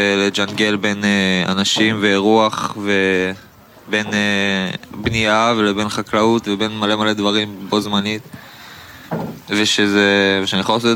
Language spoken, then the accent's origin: Hebrew; Tzippori, Northern District, Israel; אני בן 19, מציפורי.